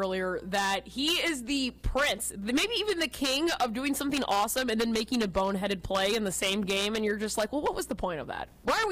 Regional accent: Austin, Texas, United States; I'm from Austin, Texas.

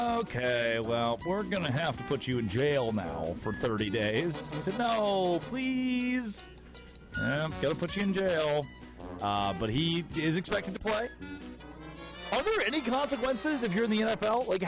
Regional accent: Ada, Oklahoma, United States; I'm from Ada, Oklahoma.

